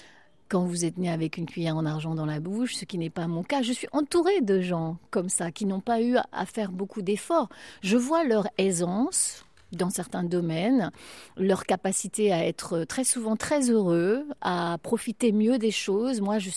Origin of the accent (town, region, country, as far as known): Brittany, France; born or raised there; now in Paris region, France